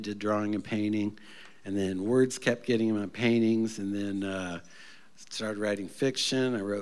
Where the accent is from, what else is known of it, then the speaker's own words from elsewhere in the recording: Nashville, Tennessee, United States; I'm from Nashville